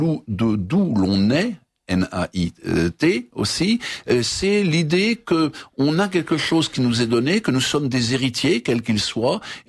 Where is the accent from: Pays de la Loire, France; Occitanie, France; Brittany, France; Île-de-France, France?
Brittany, France; Si je suis français, c'est parce que je suis breton. Ce n'est pas l'inverse qui est vrai d'une certaine manière. Je suis breton par naissance, avec d'autres héritages, normands, ménaux, etc.